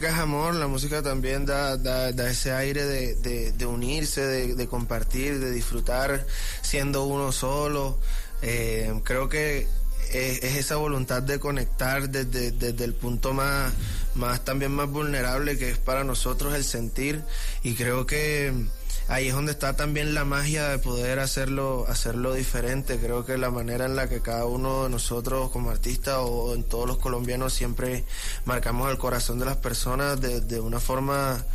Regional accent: Caribbean coast, Colombia; la música del Caribe en específico es algo que a nosotros también como costeños nos diferencia

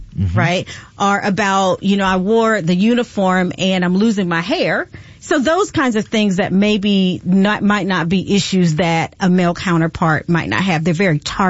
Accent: Midwest, United States; We live in Georgia, so I'm from the Midwest.

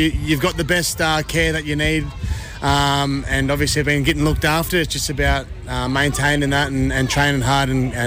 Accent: Hervey Bay, Queensland, Australia; I'm a Garangarang man, but I'm from a place called Harvey Bay in Queensland, which is bachelor country, but that's where I'm born and bred.

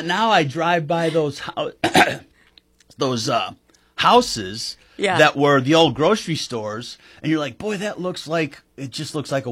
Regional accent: Ottawa, Illinois, United States; moved away; also born or lived in Chicago; I grew up in Ottawa, but then, you know, lived in Chicago, but come back a lot because mom and dad are still here.

